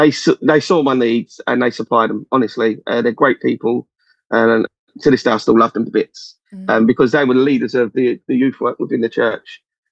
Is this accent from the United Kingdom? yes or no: yes; London, United Kingdom; So so I come from South, as you may have noticed from a bit of the accent, but I'm being as eloquent as I can. I come from South East London. So I was brought up in Camberwell, Denmark, Hillway. And there's an estate there called The Circle.